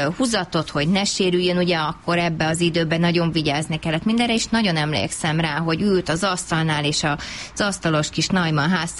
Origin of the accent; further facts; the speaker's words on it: Pincehely, Tolna, Hungary; Mert én viszont Tolna megye Pincehelyről származom